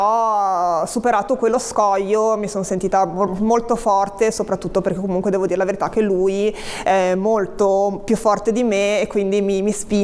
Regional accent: Genoa, Liguria, Italy; perché noi siamo di San Pier d'Arena, dovremmo andare a Molassana

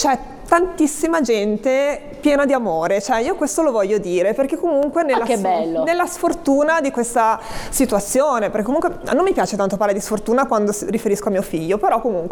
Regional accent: Genoa, Liguria, Italy

